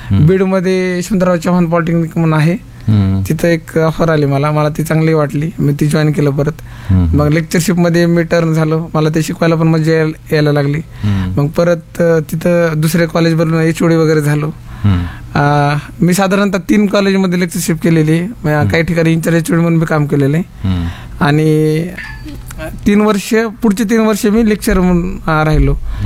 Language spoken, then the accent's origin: Marathi; Ambajogai, Maharashtra, India; मी proper आंबेजोगाईचा, Beed जिल्ह्यातील आंबेजोगाई गाव, हा तिथला।